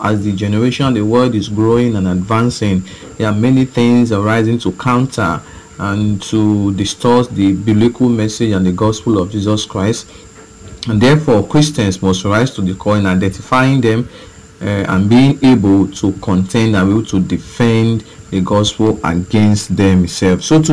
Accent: Okada, Edo, Nigeria; from Okada Town.

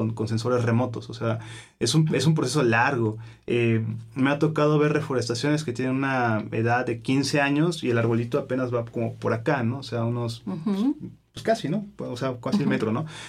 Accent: Orizaba, Veracruz, Mexico; yo soy originario de Orizaba, de Orizaba, Veracruz. Yo me encuentro en un valle, entonces me encuentro rodeado de montañas

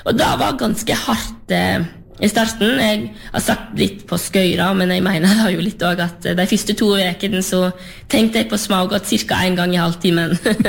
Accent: Vestland, Norway; og ikke minst landbruket, som jeg kommer jo selv fra Lerigard på Sørheim

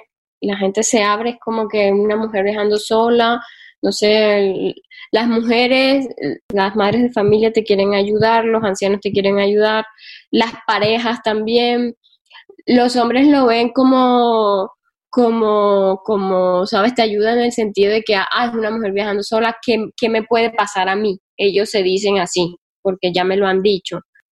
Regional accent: Caribbean Region, Colombia; yo vengo del Caribe, de Colombia

